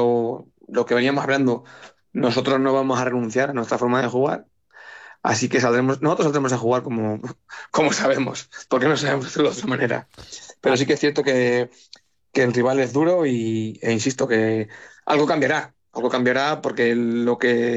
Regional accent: Toledo, Castilla-La Mancha, Spain; Yo al final soy toledano y al final y toledano de capital, o sea, nada de Talavera, nada de cosas raras, o sea, toledano de Toledo.

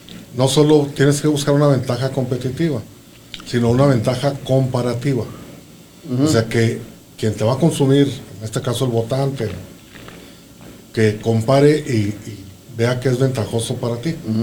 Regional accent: Ciudad Juárez, Chihuahua, Mexico

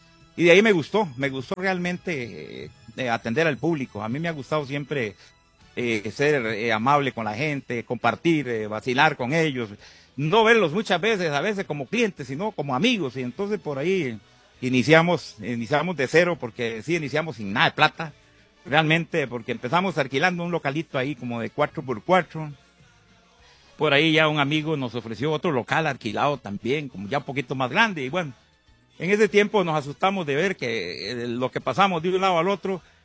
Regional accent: Quirimán, Guanacaste, Costa Rica; nosotros somos criollos de acá, de la zona. Yo nací en Quirimán de Nicoya, un pueblito de campo

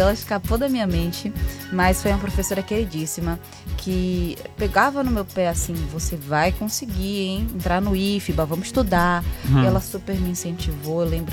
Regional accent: Salvador, Bahia, Brazil; lá no meu bairro, né, onde eu nasci, Castelo Branco.

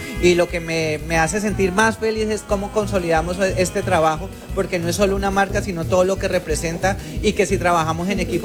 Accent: Huila, Colombia; seguir siendo orgullosamente opitas.

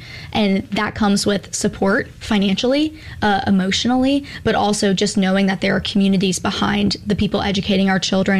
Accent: Hattiesburg, Mississippi, United States; I grew up in Hattiesburg, but my mom's side of the family is all of Fayette County.

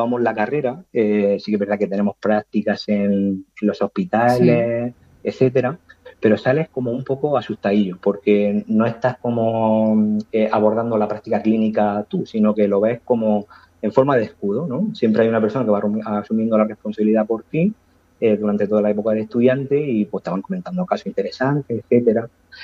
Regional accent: Abarán, Region of Murcia, Spain; now in Vega Baja, Spain; Yo soy murcianico, de un pueblo que se llama Abarán, que desde aquí le mando un saludo a todos mis paisanos. Pero vivo actualmente en la Vega Baja

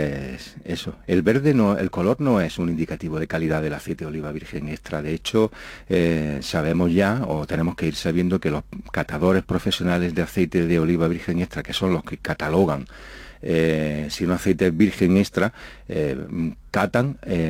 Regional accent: Jaén, Andalusia, Spain; si yo soy de Jaén, no voy a saber de aceite.

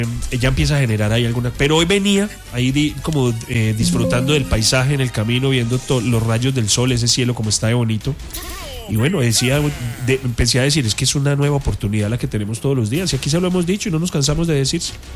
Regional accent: Circasia, Quindío, Colombia; now in Pereira, Colombia; No soy pereirano. Para los que no saben, yo no nací en Pereira.

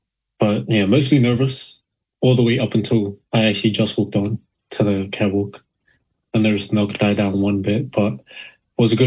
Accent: New Zealand; also born or lived in Sydney, Australia / Alofi, Niue; I was born in Sydney, Australia. Moved over when I was young to New Zealand and raised in West Auckland.

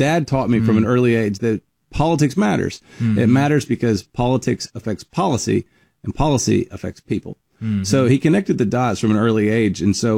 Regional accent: Huntsville, Alabama, United States; Born and raised in this district. I grew up right here in Huntsville.

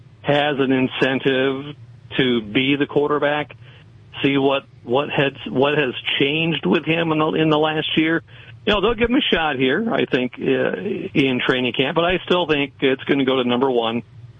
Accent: Minnesota, United States; I've been a Vikings fan since I was a kid. I grew up in Minnesota and was a big Vikings fan.

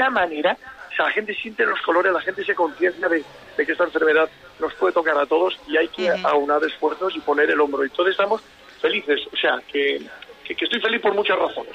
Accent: Cantabria, Spain; de conectar hoy con vosotros, con Cantabria, para acercarme un poco, porque repito, soy muy pesado con mi pueblo

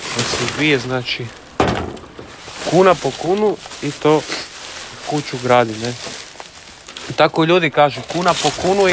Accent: Zagreb, City of Zagreb, Croatia; born there; Ja sam vam rođen u Zagrebu, otac mi je iz Bosne, iz Kaknja, a majka mi je iz Doboja.

